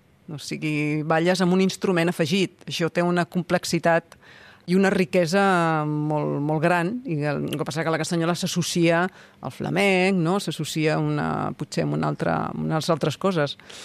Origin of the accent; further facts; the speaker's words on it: Vilanova i la Geltrú, Catalonia, Spain; Jo soc de Vilanova, també.